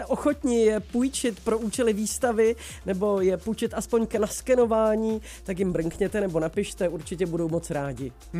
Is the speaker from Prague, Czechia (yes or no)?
no; Strakonice, South Bohemian Region, Czechia; protože jsem ze Strakonic